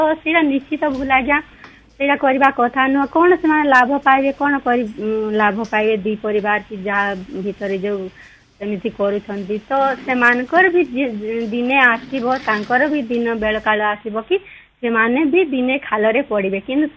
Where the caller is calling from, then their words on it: Bargarh, Odisha, India; ଆଜ୍ଞା ମୁଁ ବରଗଡ଼ରୁ